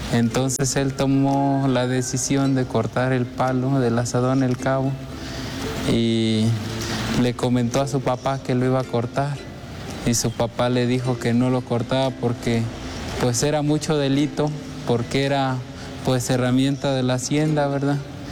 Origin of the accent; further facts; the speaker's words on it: Luis Moya, Zacatecas, Mexico; el santo patrono de mi pueblo natal